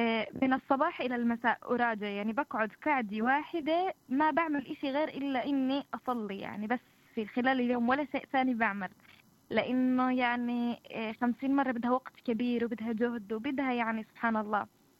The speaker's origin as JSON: {"language": "Arabic", "town": "Qalqilya", "region": "West Bank", "country": "Palestine", "said": "عندنا في الضفة"}